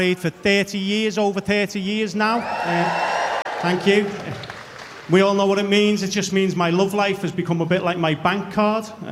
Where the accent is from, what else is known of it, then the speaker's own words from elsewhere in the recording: Bootle, North West England, United Kingdom; I'm from Bootle, right?